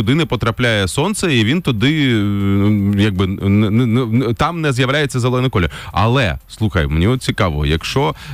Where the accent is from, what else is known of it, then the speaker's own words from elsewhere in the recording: Kherson Oblast, Ukraine; born there; я як уродженець Херсонщини